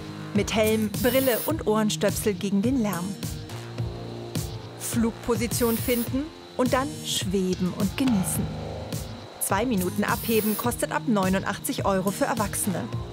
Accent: Netherlands; German is a second language; Wir kommen aus Holland und so etwas habe ich noch nie zuvor gesehen. Wir sind extra deswegen hierher gekommen, um die Kunst zu sehen und das Schwimmen zu genießen.

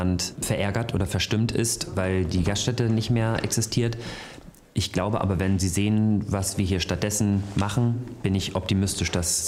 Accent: Mecklenburg-Vorpommern, Germany; now in Berlin, Germany; 40 Jahre alt und ich werde demnächst mit meinem Verlobten aus Berlin zurück in meine Heimat nach Mecklenburg ziehen.

